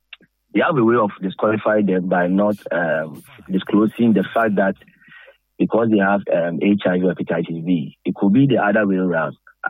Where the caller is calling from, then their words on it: Edumbanso, Ghana; I'm calling from Edumbanso.